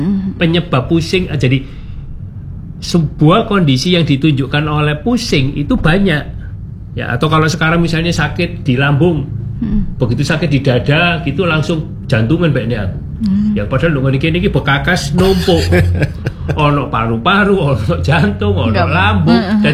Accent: Surabaya, East Java, Indonesia; aku arek Surabaya

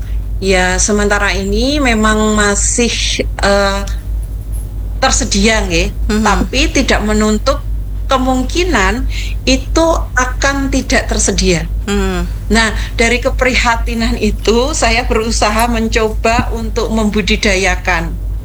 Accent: Java, Indonesia; saya itu orang Jawa

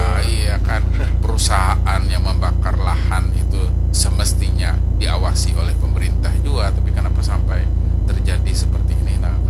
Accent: Kalimantan, Indonesia; kita warga Kalimantan

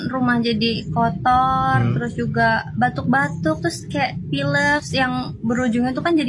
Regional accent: Serang, Banten, Indonesia; Asli Serang, Banten.

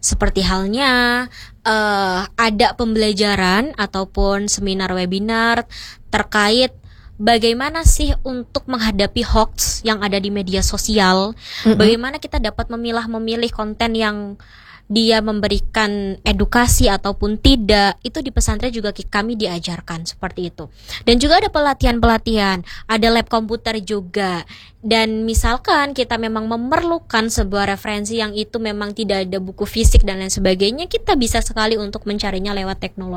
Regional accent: Lampung, Indonesia; Jadi Haula Benazir itu titik pusatnya ada di Lampung, karena saya sendiri dari Lampung ya, ya.

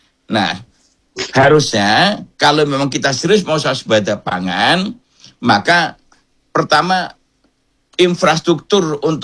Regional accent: Central Java, Indonesia; saya orang Jawa ya, orang Jawa Tengah.

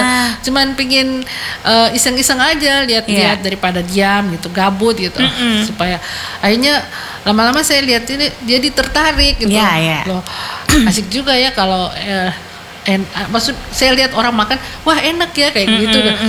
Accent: Gorontalo, Indonesia; born there; moved away; saya kan kelahiran Gorontalo.

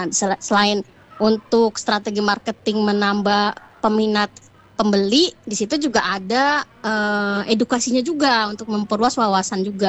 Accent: Jakarta, Indonesia; Aku Jakarta.

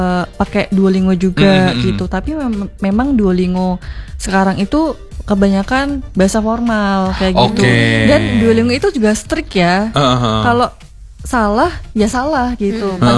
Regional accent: Indonesia; guru yang lahir dan besar di Indonesia

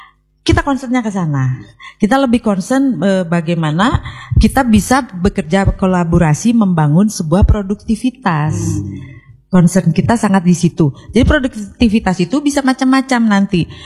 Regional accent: West Java, Indonesia; Jadi mari kita biasakan nih sebagai orang Sunda, jangan banyak mengeluh.

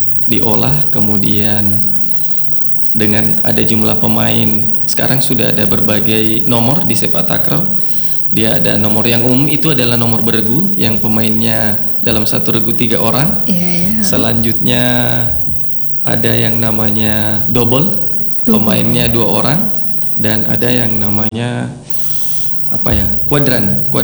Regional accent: West Sulawesi, Indonesia; bahwa memang kita ini asli Sulawesi Barat. Kita tidak mentransfer atlet dari luar atau dari mana, kita betul-betul orang asli Sulawesi Barat.

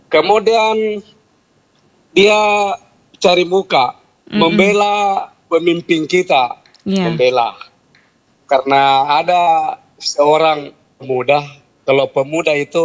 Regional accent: Makassar, South Sulawesi, Indonesia; Ya, jadi kalau kita orang Makassar ya, Bugis Makassar ya.

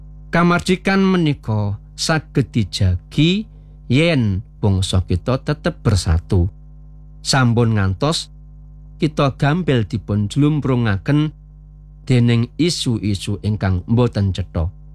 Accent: Java, Indonesia; Minangka tiyang Jawi, kita nggadahi warisan luhur wujud subasita, tata krama lan unggah-ungguh.

